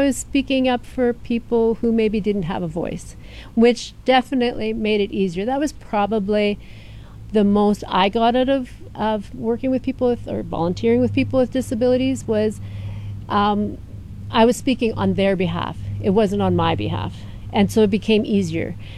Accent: Schwarzenfeld, Manitoba, Canada; I grew up in Schwarzenfeld, actually.

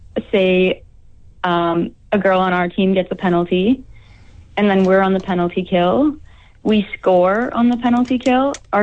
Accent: Starbuck, Manitoba, Canada; moved away as an adult; also born or lived in Portage la Prairie, Manitoba / Regina, Saskatchewan; I grew up in Starbuck, Manitoba, actually.

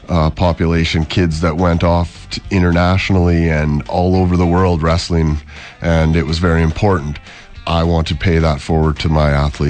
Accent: Eston, Saskatchewan, Canada; moved away; I wrestled for a long time in my hometown of Eston. It was a small town, but was big in the wrestling community.

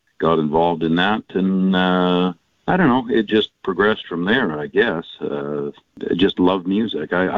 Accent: Warren, Manitoba, Canada; moved away as an adult; now in Killarney, Canada; No, actually, I grew up and spent, well, a better part of my life just north of Winnipeg, a little town called Warren. And it's probably known more as a hockey town than anything, but it was a nice place to grow up for sure. I ended up moving to Killarney probably about 8 years ago.

